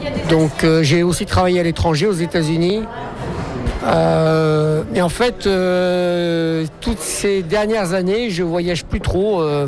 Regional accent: France; moi je suis français, de famille française, mon père est français, des Pyrénées, ma mère était de Grenoble, des Alpes. Voilà, je suis complètement français, malgré que j'ai beaucoup voyagé.

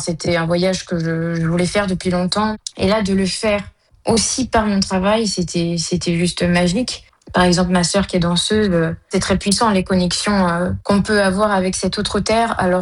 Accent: France; je suis française, mais j'ai quelque chose en plus, puisque pour moi, c'est une richesse.

